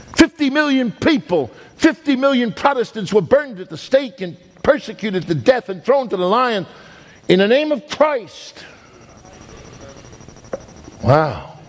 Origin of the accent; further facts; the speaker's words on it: New York, United States; I'm a New Yorker.